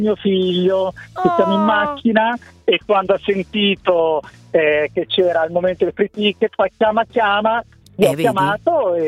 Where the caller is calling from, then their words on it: Lombardy, Italy; Dalla provincia di Pavia.